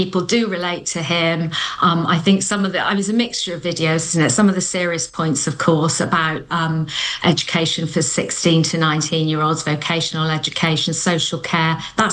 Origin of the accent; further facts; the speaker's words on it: Truro, South West England, United Kingdom; also born or lived in Falmouth; I come from Truro and Falmouth down in Cornwall, which is definitely one of the most beautiful places in the country.